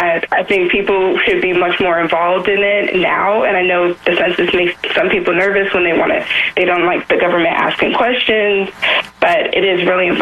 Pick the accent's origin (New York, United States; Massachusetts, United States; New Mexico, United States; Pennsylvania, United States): New York, United States; New York City; I'm from Brooklyn